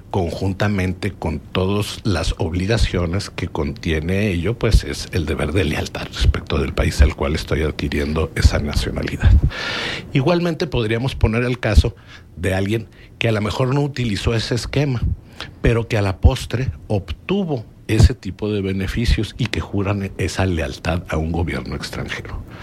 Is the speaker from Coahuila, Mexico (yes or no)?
yes; Torreón, Coahuila, Mexico; born there; yo nací en Torreón, pero yo no escogí nacer en Torreón. Me encanta esta ciudad, he vivido aquí muchos años de mi vida y no cambiaría mi residencia por algún otro motivo.